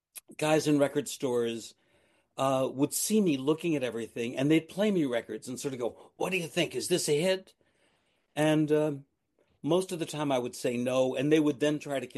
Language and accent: English; New York City, New York, United States; I was raised in New York City.